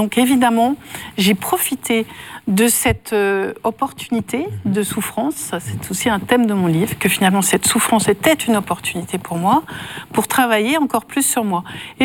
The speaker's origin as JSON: {"language": "French", "town": "Nancy", "region": "Grand Est", "country": "France", "tie": "born or raised there", "said": "à Nancy, ma ville natale"}